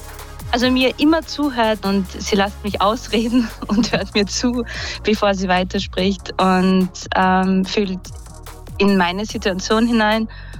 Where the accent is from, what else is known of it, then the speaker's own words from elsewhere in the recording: Wunstorf, Lower Saxony, Germany; bin aus Wunsdorf